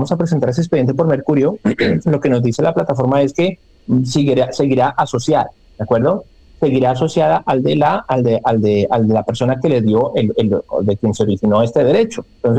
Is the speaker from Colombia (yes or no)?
yes; Colombia; Recordemos que las personas que somos de origen colombiano podemos pedir a Migración Colombia un certificado de movimientos migratorios.